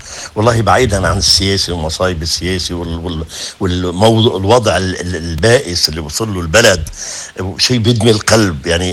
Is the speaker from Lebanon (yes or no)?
yes; Lebanon; كلبنانيين